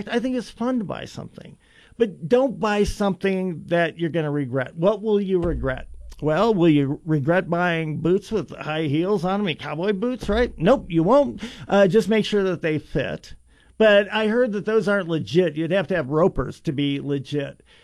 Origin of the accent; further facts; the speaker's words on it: Wyoming, United States; my hometown, about an hour east of Cheyenne